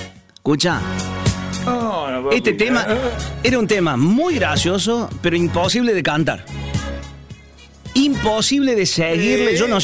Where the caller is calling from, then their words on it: Ferreira, Córdoba, Argentina; camionero de Ferreira.